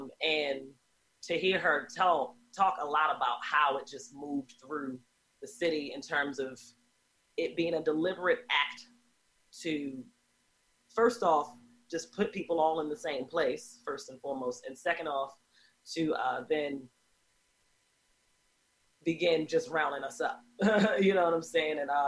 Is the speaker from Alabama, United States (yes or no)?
no; Baltimore, Maryland, United States; also born or lived in Oakland; And me growing up in Baltimore City, I think is just a really great example of that. Being that it's 65% African American still to this day.